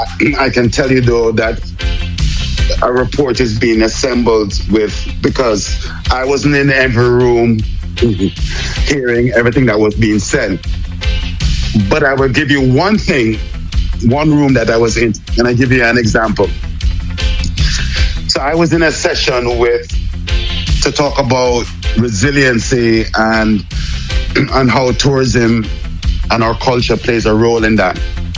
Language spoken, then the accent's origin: English; Jamaica; moved away